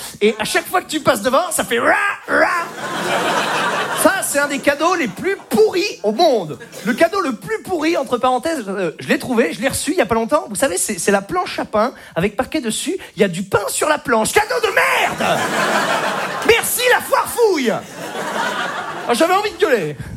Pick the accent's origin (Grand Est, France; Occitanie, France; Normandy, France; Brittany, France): Normandy, France; now in Paris, France; Moi, à la base, je viens de Normandie.